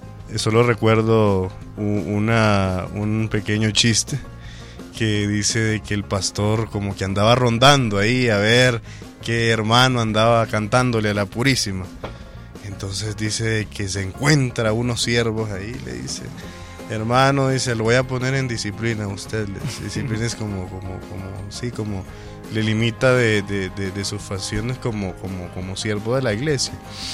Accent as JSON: {"language": "Spanish", "country": "Nicaragua", "said": "Y pues yo creo que pues no había dicho, soy nicaragüense."}